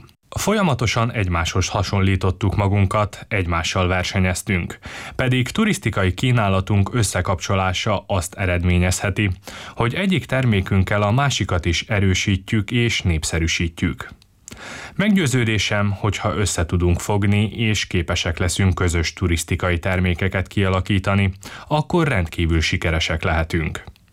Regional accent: Lendava, Mura, Slovenia; úgy éreztem, hogy szeretnék visszatérni a szülővárosomba

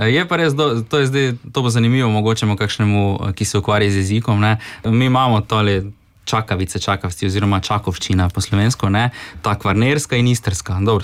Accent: Rijeka, Primorje-Gorski Kotar County, Croatia; Ja, evo, tako da smo očitno ti reški Slovenci, smo srečni, ne vem.

